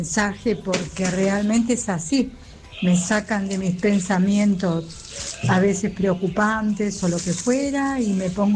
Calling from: Caseros, Buenos Aires Province, Argentina; soy de Casero.

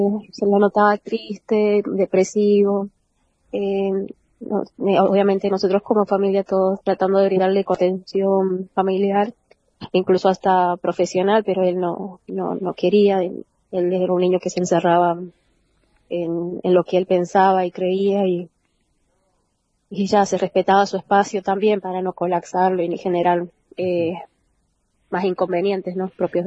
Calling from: San Luis, Argentina; Somos de la provincia de San Luis

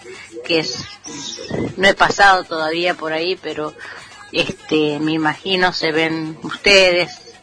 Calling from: La Llave, Mendoza, Argentina; de La Llave

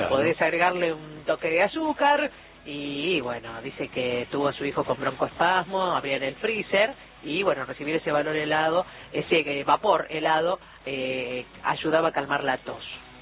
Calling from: Trinidad, Tucumán, Argentina; Hola, buenas noches, Sonia y Fabián … de Trinidad, Tucumán.

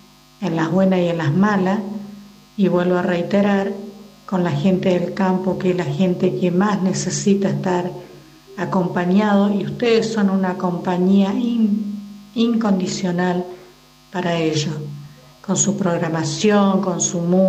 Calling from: San Carlos de Bariloche, Río Negro, Argentina; desde Bariloche, yo soy de Bariloche

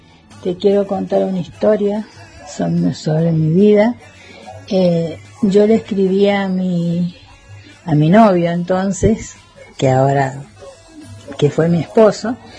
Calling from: Cuadro Benegas, Mendoza, Argentina; soy de Cuadro Venegas

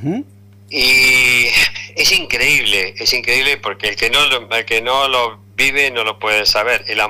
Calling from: El Calafate, Santa Cruz, Argentina; ¿usted es argentino? Le digo, sí, vine de Argentina.

